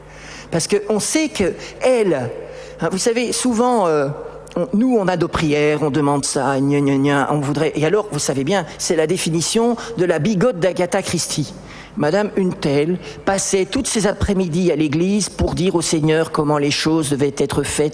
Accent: Belgium; je suis belge.

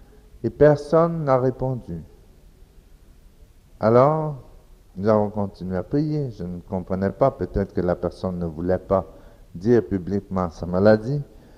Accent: Dominican Republic; C'est un pays tropical, chez nous, en République dominicaine, et c'est facile de célébrer à l'extérieur.

